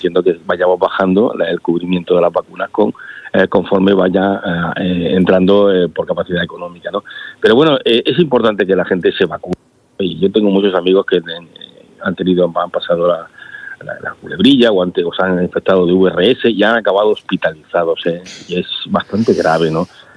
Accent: Almería, Andalusia, Spain; Bueno, yo es que realmente soy de Almería, entonces recibo la corriente del estrecho desde pequeño

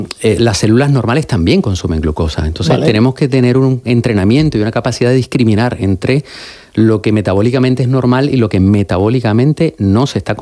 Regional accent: Barranquilla, Atlántico, Colombia; born there; Yo nací en Barranquilla, Colombia.

